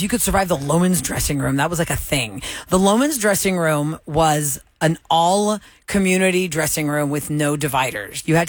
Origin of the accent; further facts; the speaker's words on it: Houston, Texas, United States; No, the one that I grew up near in Sharpstown was right there, Kevin, where now it's a bunch of food retail.